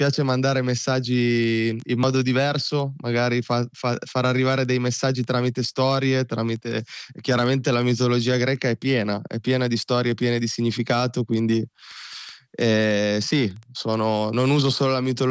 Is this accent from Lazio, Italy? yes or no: no; Parma, Emilia-Romagna, Italy; now in Lille, France; io sono nato e cresciuto a Parma